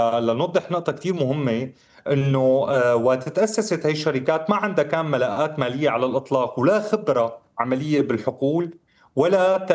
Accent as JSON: {"language": "Arabic", "country": "Syria", "said": "نحن كسوريين"}